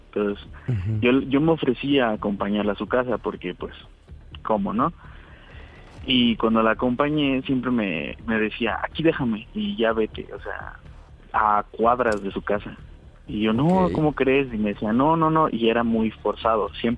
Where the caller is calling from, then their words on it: Mexico City, Mexico; Tengo 23 años y soy de la Ciudad de México